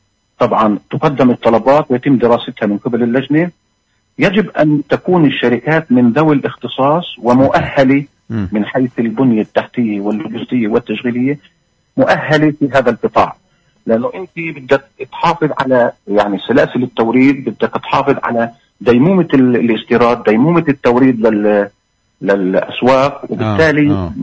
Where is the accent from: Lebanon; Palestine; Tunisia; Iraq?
Palestine; West Bank; عندنا بالضفة الغربية